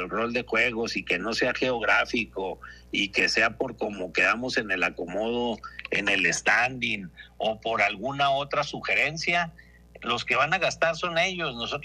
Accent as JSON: {"language": "Spanish", "country": "Mexico", "said": "Sin problema, todos somos mexicanos"}